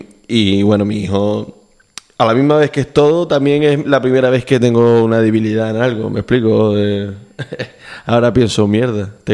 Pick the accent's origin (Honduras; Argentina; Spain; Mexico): Spain; Fuerteventura, Canary Islands; moved away as an adult; now in Gran Canaria, Spain; nací en Gran Canaria, pero mi madre es profesora y me llevó para allá de pequeño. Y después realmente volví a los 20, 21 otra vez para acá.